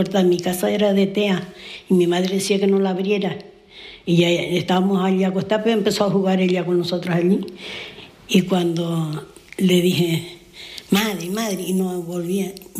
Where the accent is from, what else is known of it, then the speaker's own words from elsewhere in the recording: El Roque, Canary Islands, Spain; nosotras después ya bajamos del Roque a Cabo Blanco. Es decir, mi pueblo está más alto y Cabo Blanco como más a la costa.